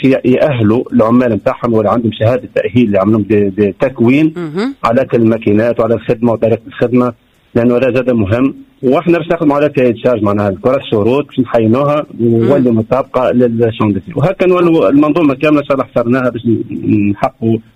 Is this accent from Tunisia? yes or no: yes; Tunisia; في مناخنا في تونس